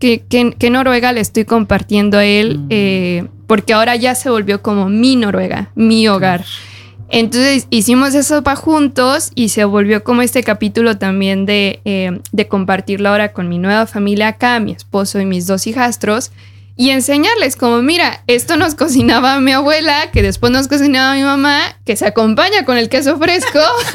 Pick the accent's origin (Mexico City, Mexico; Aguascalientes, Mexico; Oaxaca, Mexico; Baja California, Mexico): Aguascalientes, Mexico; moved away; yo soy hidrocálida, yo soy de Aguascalientes, y ahí tenemos nuestra versión del mole